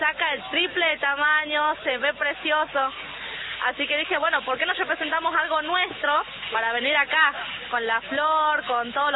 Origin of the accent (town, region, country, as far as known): La Rioja, Argentina